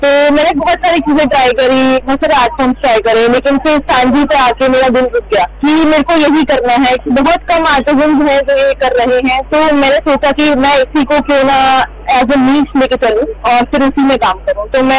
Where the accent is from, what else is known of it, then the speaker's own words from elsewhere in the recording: Bhavnagar, Haryana, India; और मैं भावनगर हरियाणा से आई हूँ।